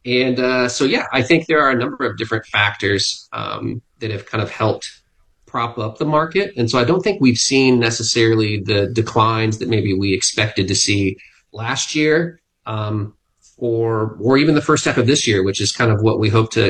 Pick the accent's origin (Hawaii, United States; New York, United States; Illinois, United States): Illinois, United States; Jacksonville; So, yeah, my hometown is in Jacksonville, Illinois.